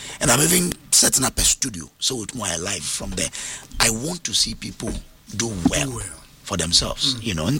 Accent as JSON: {"language": "English", "region": "Western Region", "country": "Ghana", "tie": "born there", "said": "I was born in Jomoro."}